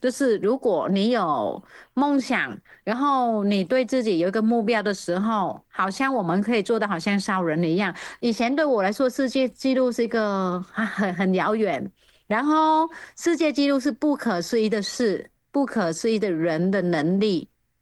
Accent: Vietnam; now in Taiwan; 是我原本是越南人

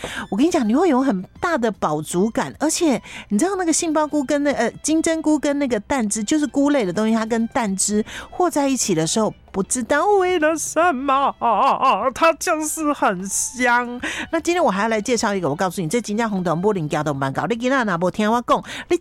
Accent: Taiwan; 我就要把我台湾人的口味葱姜蒜先爆香

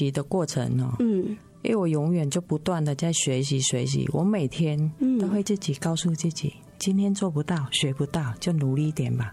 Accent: Ho Chi Minh City, Vietnam; now in Taiwan; 我是在越南的南部西贡。

